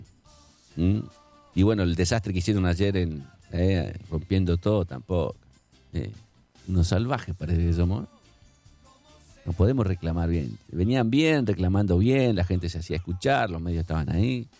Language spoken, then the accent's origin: Spanish; Argentina; Uno como argentino ama al país